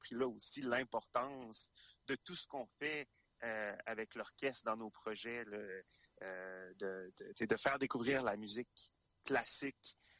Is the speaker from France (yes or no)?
no; Quebec, Canada; moi, je suis né sur la Côte-Nord, j'ai grandi sur la Côte-Nord, j'ai fait mes premiers cours de musique dans la région aussi.